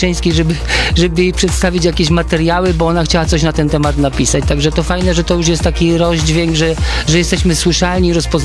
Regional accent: Lower Silesian Voivodeship, Poland; born there

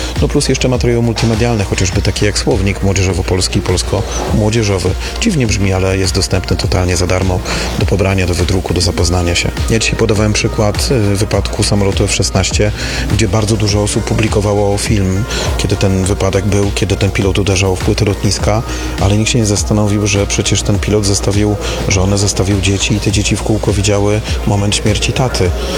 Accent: Radom, Masovian Voivodeship, Poland; Chociażby mem z mojego rodzinnego miasta, mem chytrej baby z Radomia.

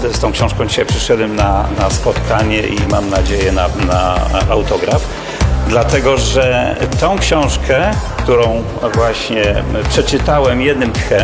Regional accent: Kolbuszowa, Subcarpathian Voivodeship, Poland; Ja co prawda pochodzę z małego miasteczka Kolbuszowe

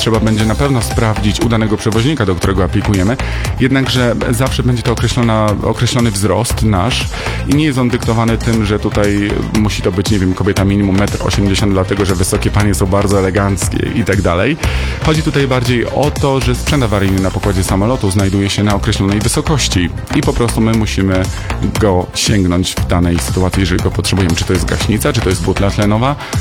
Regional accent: Nowy Sącz, Lesser Poland, Poland; Ja powiedziałem, że faktycznie urodziłem się w Nowym Sączu i to jest moje rodzinne miasto, do którego zawsze z sentymentem wracam.

